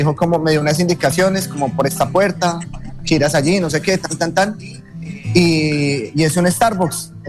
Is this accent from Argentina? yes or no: no; Colombia; Increíble que me fui yo de Colombia, del país, y nos entregaron cabina nueva.